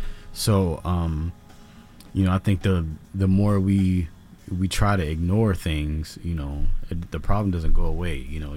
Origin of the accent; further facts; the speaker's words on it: Washington, District of Columbia, United States; I grew up in Washington, D.C.